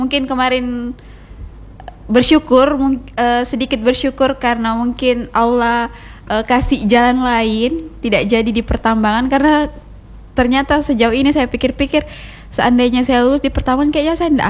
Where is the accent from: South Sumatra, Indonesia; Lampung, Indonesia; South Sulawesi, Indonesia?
South Sulawesi, Indonesia; Jeneponto; Kalau kan saya ini dari Jepot ya, Kak, Jeneponto.